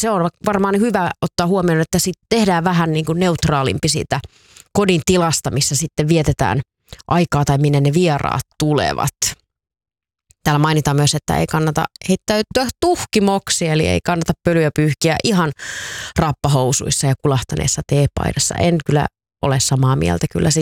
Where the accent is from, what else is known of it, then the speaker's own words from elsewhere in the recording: Tampere, Pirkanmaa, Finland; toimittajaksi jonnekin pois kotikaupungistani Tampereelta